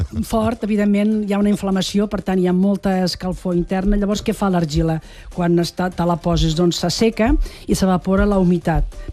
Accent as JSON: {"language": "Catalan", "region": "Catalonia", "country": "Spain", "moved": "yes", "lives_now": "Arbeca, Spain", "said": "soc arbequina d'adopció, eh? Ah. Jo soc de Puigverd de Gramunt."}